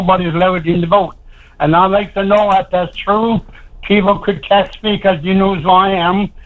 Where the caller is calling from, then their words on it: St. John's, Newfoundland and Labrador, Canada; I'm in St. John's.